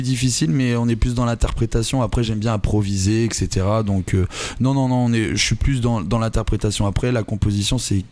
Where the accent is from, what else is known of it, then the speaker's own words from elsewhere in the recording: Marennes, Nouvelle-Aquitaine, France; je viens de Marennes. Depuis tout petit, j'ai grandi là et je suis fier d'être marrainé, on va dire.